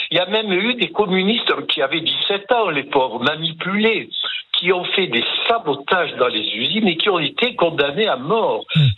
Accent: Algeria; born there; je suis né en Algérie parce que mon père fuit en Algérie.

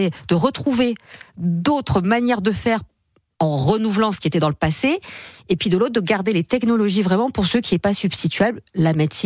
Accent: south of France, France; moi je viens du sud de la France, la tomate, il y avait d'abord le parfum, et après il y avait ce goût incroyable

